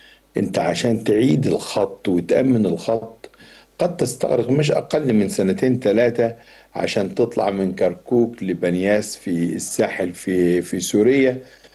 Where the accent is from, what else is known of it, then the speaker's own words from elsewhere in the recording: Egypt; وفي خط موجود من زمان، خط سوميد موجود عندنا في السويس،